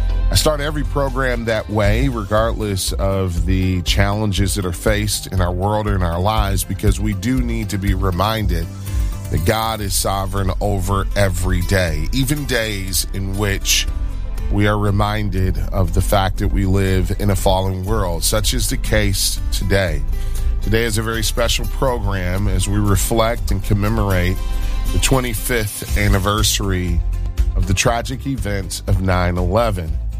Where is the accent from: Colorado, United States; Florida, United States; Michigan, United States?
Michigan, United States; My life was lived between Michigan, my home state, and New York.